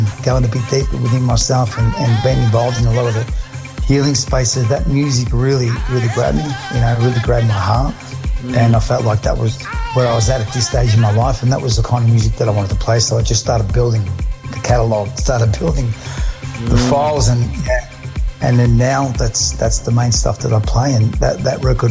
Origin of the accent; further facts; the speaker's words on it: Albania; I'm from the Balkans. I'm Albanian.